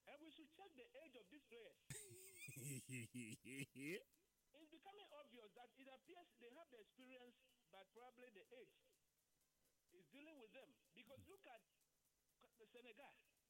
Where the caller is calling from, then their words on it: Tepa, Ashanti, Ghana; calling from Tepa.